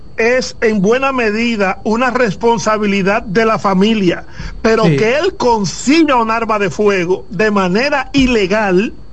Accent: San Cristóbal, Dominican Republic; Nosotros, tú y yo, crecimos en San Cristóbal

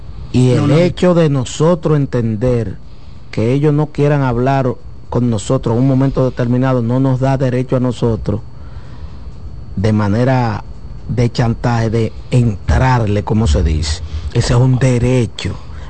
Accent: Dominican Republic; yo soy dominicano.

